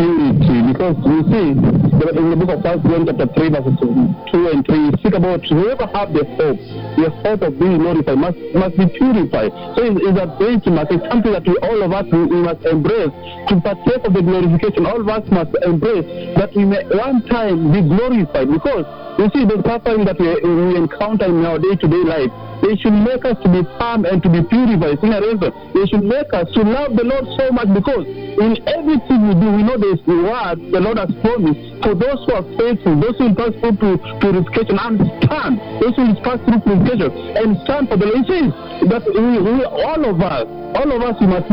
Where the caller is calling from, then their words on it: Machache, Lesotho; I'm coming live from Machache.